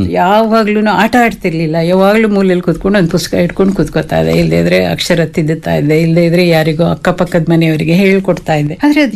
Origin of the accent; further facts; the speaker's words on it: Kodlipet, Karnataka, India; moved away; also born or lived in Mysore; ನಾನು ಚಿಕ್ಕನಲ್ಲಿ ಬೆಳೆದಿದ್ದು ಕೊಡ್ಲಿಪೇಟೆನಲ್ಲಿ, ಅಲ್ಲಿ ನಾನು ಕನ್ನಡ ಮೀಡಿಯಂ ಅಲ್ಲೇ ಇದ್ದಿದ್ದು.